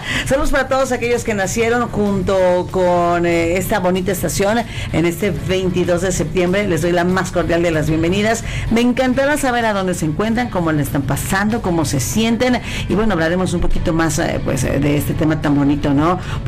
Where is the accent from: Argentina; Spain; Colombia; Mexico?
Mexico